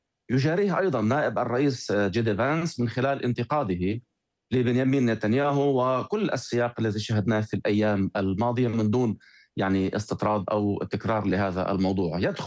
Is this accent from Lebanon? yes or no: yes; Lebanon; now in Beirut, Lebanon; نخشى نحن كلبنانيين